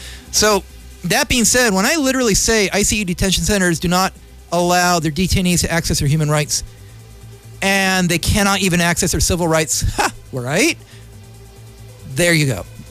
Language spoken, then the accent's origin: English; United States